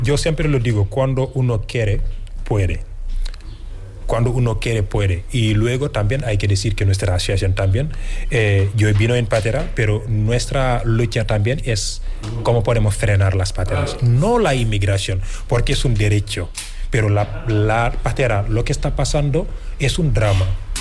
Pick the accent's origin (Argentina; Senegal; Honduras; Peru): Senegal; Spanish is a second language; moved away as an adult; now in Andalusia, Spain; Yo soy un afroandalú, cotizo aquí, contribuyo aquí, formo parte también de aquí. Aunque soy de Senegal, yo soy muy, muy, muy orgulloso de mis raíces